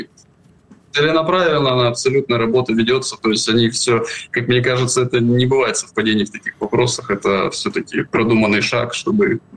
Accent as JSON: {"language": "Russian", "region": "Krasnoyarsk Krai", "country": "Russia", "said": "Красноярский край. Я из Красноярского края. То есть у нас полуостров Таймыр"}